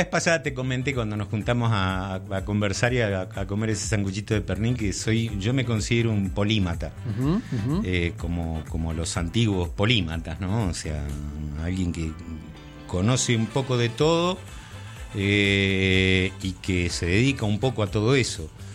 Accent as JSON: {"language": "Spanish", "town": "Bahía Blanca", "region": "Buenos Aires Province", "country": "Argentina", "also_born_or_lived": "Jujuy", "moved": "as an adult", "said": "Yo soy de la Patagonia, digamos. Bahía Blanca es..."}